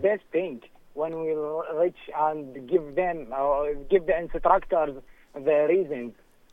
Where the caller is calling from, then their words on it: Baghdad, Baghdad Governorate, Iraq; I'm from Baghdad.